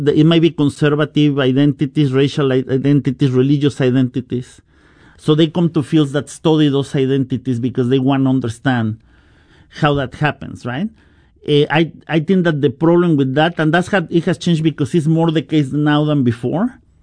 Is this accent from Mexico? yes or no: yes; Mexico; English is a second language; now in United States; I grew up in Mexican economic crisis in the 90s, so I have some affinities with them.